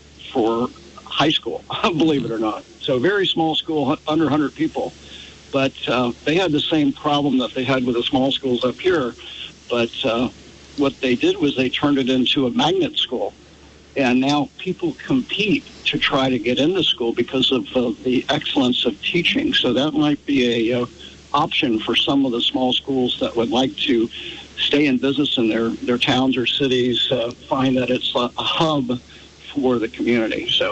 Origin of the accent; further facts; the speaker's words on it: Virginia, United States; moved away as an adult; I came from Virginia back in 2015 and moved up here to Vermont